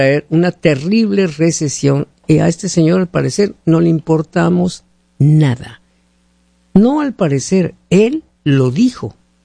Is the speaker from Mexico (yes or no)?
yes; Mexico; now in United States; Yo he ido a mi tierra, y allá en mi tierra, una sandía está entre $1 y $2.